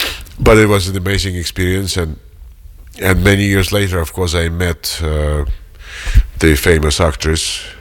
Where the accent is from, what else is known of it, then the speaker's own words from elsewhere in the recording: Tashkent, Uzbekistan; moved away; It's my first American film I've seen while still living in Tashkent. I must have been 10 years old